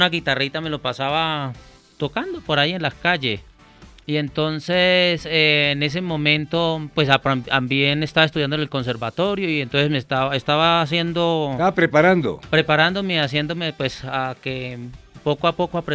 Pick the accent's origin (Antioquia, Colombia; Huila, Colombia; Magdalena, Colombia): Huila, Colombia; moved away; en mi tierra... Huilense